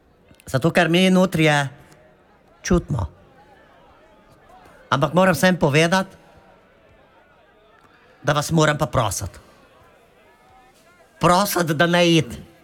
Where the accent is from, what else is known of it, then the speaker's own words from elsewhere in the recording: Ljubljana, Central Slovenia, Slovenia; born there; In jaz sem se rodila v Ljubljanci.